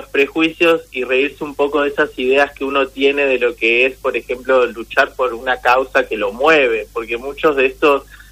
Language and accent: Spanish; Santa Fe, Argentina; moved away; yo soy de Ciudad de Santa Fe, y acá estoy en Ciudad de Santa Fe